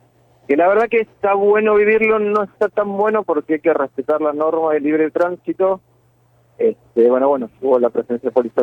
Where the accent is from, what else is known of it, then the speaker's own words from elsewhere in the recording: Argentina; soy argentino, porque así nos criaron.